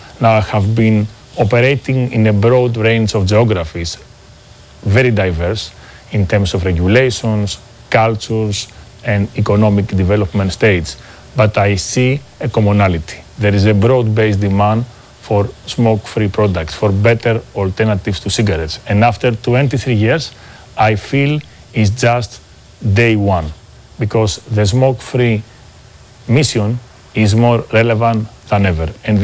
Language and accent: English; Greece; moved away as an adult; also born or lived in Indonesia; I grew up in Greece, and I got my first learnings and values in a family business environment. My grandparents were immigrants in Athens